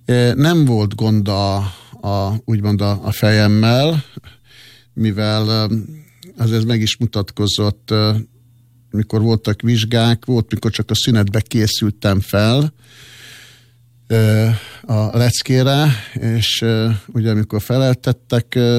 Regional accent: Budapest, Hungary; also born or lived in Ózd, Borsod; Aztán ugye felköltöztünk Budapestre, 18. kerületbe, Pestőrincre, egy családi házba. Hát annak is van egy külön sztoria, de most azt nem részletezném. Ugye nagy dolog volt, akkor időben egy cigány család felkötözik Budapestre

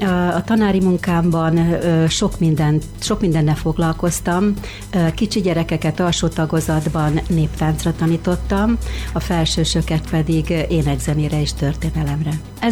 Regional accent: Szekszárd, Tolna, Hungary; also born or lived in Majos; Első pár évemtől eltekintve tulajdonképpen én szekszárdi vagyok. Nem itt születtem, mert édesapám ugye Majoson kezdett tanítani, tehát én abban az években születtem, amikor ők ott tanítottak. De az én életem Szekszárdhoz kötődik, tehát itt jártam iskolába, általános iskola, gimnázium

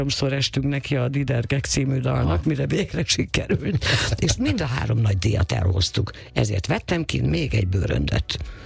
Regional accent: Budapest, Hungary; moved away as an adult; én Sashalmon születtem, és ott laktam 28 évig.

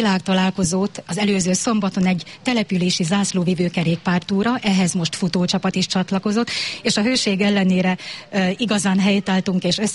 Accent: Southern Great Plain, Hungary; moved away as an adult; now in Jászság, Hungary; bár nem itt születtem, én délalföldi lány vagyok

